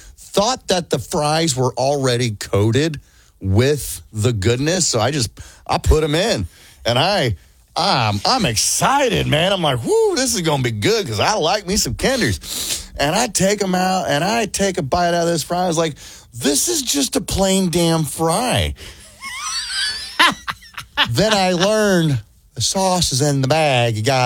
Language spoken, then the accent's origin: English; Alabama, United States; I've been making that since I was a kid growing up in Alabama.